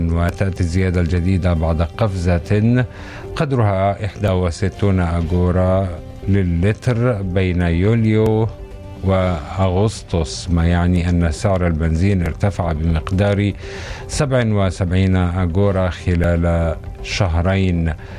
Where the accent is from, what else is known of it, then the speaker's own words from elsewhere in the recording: Palestine; على الأسواق التابعة لدينا كفلسطينيين؟